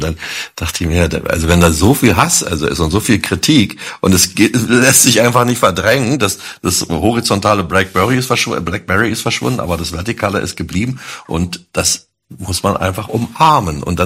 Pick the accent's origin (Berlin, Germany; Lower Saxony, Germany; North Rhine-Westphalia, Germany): Berlin, Germany; als Berliner